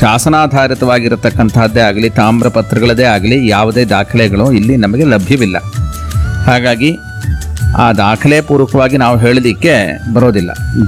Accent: Mysuru district, Karnataka, India; now in Mysuru, India; ಇಲ್ಲೇ ಶ್ರೀಕೋಟೆ ತಾಲೂಕಿನ ಕೇಬಳತೂರು ಗ್ರಾಮದವರು. ಇರೋದಿವ ವಾಸ ಮೈಸೂರಿನಲ್ಲಿ.

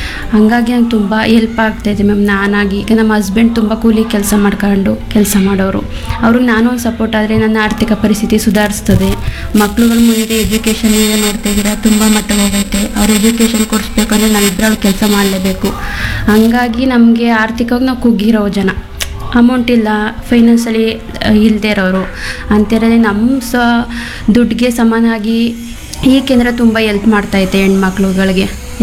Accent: Hunsur, Karnataka, India; moved away as an adult; now in Kalkada, India; ಮೂಲತಃ ನಾನು ಕಲ್ಕುಣಿಕೆ ಹುಣಸೂರು ಹುಡುಗಿ. ಮದುವೆ ಆಗಿರೋ ನನ್ನ ಕಲ್ಕಡ ಅರಿನಹಳ್ಳಿ ಗ್ರಾಮ, ಕಲ್ಕಡ ಗ್ರಾಮ, ಅಲ್ಲಿಗೆ ನಾನು ಮದುವೆ ಆಗಿರೋದು. ಅಲ್ಲಿಂದ ಬಂದು ನಾನು ಇಲ್ಲಿ ಕಲ್ತಿರೋದು.

